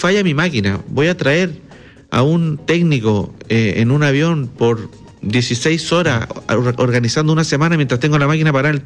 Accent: Chile

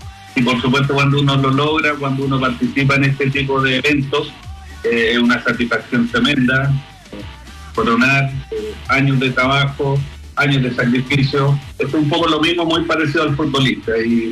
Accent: Chile; La verdad que es demasiado bueno para sentirse orgulloso como chileno, pues la verdad que no, sin clasificar un mundial con nuestra selección, están yendo ellos.

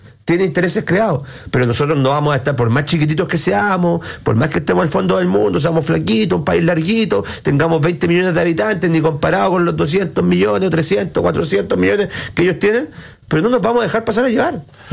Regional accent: Chile; Y por eso tenemos que ser lo suficientemente choritos también como chilenos, de pararnos, que seamos perros chicos y decirle, compadre, conmigo no.

